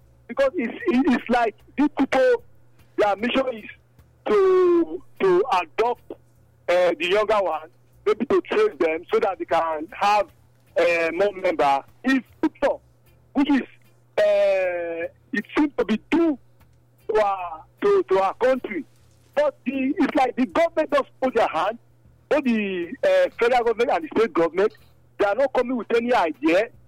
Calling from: Nigeria; I'm calling from Isa.

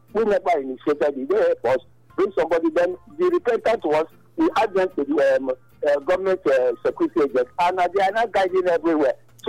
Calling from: Nigeria; Yes, Obeso Community.

